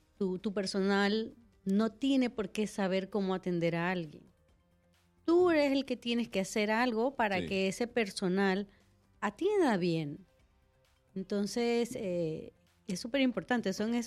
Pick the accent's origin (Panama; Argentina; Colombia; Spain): Panama; Yo como panameña lo puedo decir